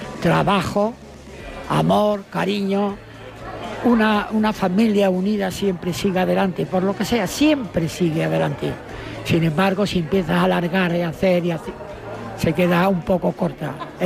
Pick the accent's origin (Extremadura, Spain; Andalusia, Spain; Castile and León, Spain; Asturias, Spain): Extremadura, Spain; Plasencia; born there; soy de La Salle, soy Salle de aquí de Plasencia